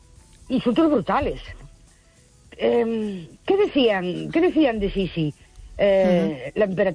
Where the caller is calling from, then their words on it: Elche, Valencian Community, Spain; de Elche otra vez.